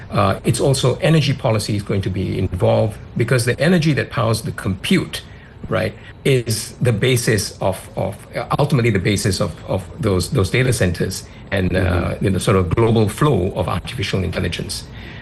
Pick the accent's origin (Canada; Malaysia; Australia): Malaysia; I come from Malaysia